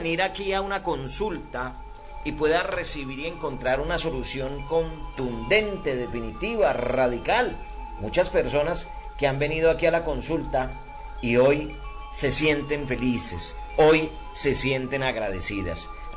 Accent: Filandia, Quindío, Colombia; Y yo soy de Finlandia, Quindío.

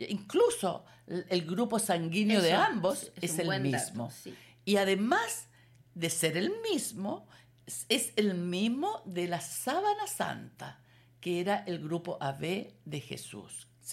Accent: Molina, Maule, Chile; Él estuvo como párroco más de 15 años en Molina, en mi tierra natal.

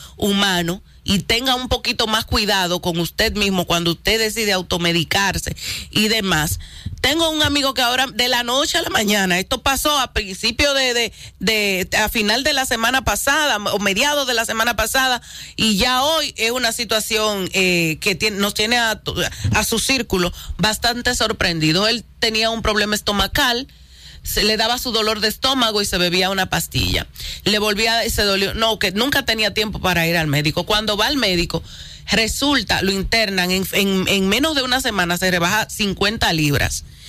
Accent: Dominican Republic; Así es como somos nosotros los dominicanos.

